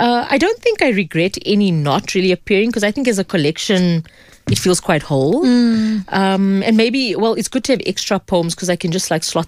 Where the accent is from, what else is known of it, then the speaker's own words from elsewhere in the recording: South Africa; The common theme just maybe being a Muslim Indian woman growing up in South Africa, yes, and sort of like some experiences.